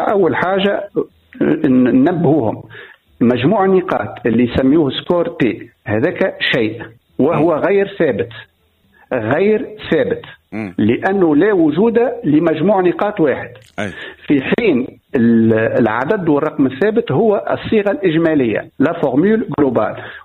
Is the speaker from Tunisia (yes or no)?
yes; Tunisia; وانا من تونس الكبرى